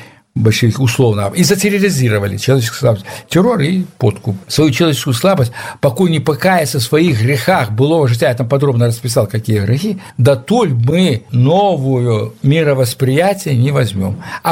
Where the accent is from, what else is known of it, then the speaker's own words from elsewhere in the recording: Belarus; Я доведался то, что я белорус первый раз, когда учился в этом...